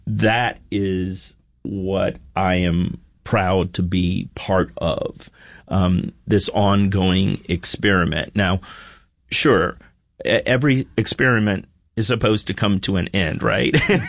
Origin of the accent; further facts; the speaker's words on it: United States; born there; I would say I'm proud to be born in America, and I'm proud to continue the path of becoming an American.